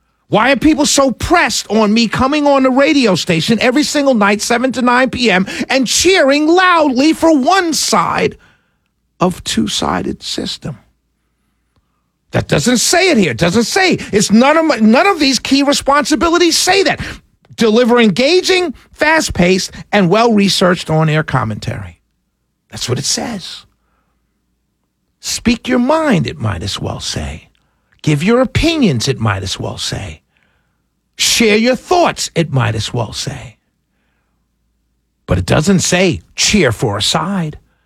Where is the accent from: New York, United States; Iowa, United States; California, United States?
New York, United States; New York City; born or raised there; now in Atlanta, United States